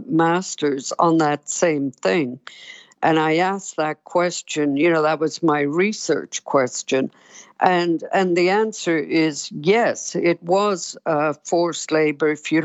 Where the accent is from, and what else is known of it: Cork, County Cork, Ireland; born or raised there; also born or lived in Bessborough, Cork